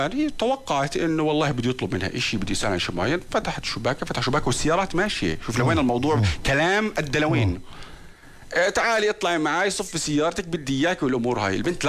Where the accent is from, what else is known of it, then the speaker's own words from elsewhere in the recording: Jordan; عندنا بالأردن